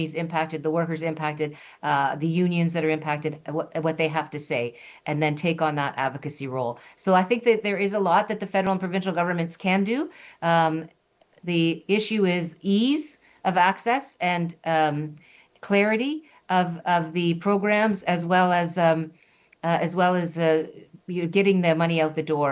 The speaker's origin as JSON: {"language": "English", "country": "Canada", "said": "we have to be really prepared to fight and to fight in a way that is going to make it clear that we're never going to become anything but Canada, and we are never going to allow another country to tell us how to be Can"}